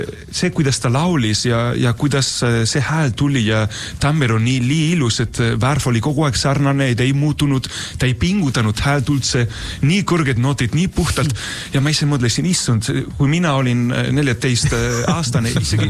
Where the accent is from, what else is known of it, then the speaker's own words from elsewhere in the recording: Madrid, Community of Madrid, Spain; Estonian is a second language; now in Estonia; kuigi no, ma olen ise Madridis pärit, aga noh, seal Kadiz mulle väga meeldib